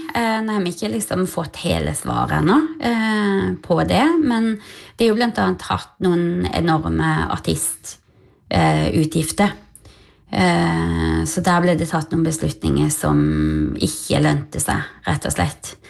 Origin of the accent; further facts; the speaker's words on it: Vennesla, Agder, Norway; now in Notodden, Norway; Jeg fra Vennesla i Agder, så ja, men, jeg er fra et lidested